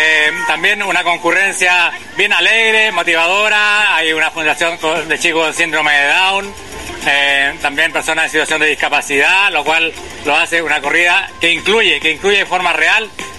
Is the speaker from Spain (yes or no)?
no; Chile; Hola amigos